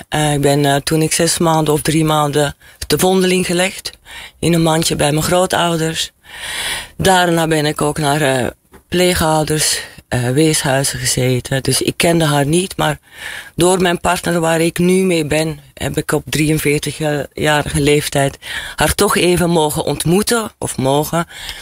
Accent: Belgium; moved away; dan had je op Belgische scholen, want ik kom uit België eigenlijk, dan heb je allemaal, ik was altijd het enige Chineesje.

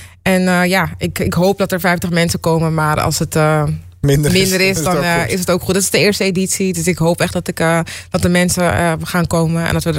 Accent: Amsterdam, North Holland, Netherlands; Ik ben opgegroeid in Amsterdam de Bijlmer.

